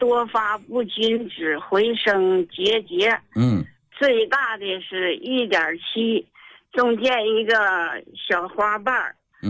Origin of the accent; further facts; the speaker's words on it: Dalian, Liaoning, China; 说实在的，我是大连的